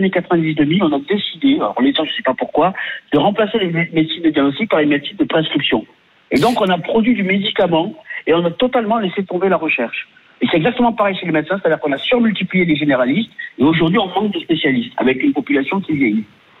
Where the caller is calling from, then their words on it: Montpellier, Occitanie, France; moi j'habite à Celle-Neuve, je suis à 2 pas du centre du pôle Sanofi Montpellier.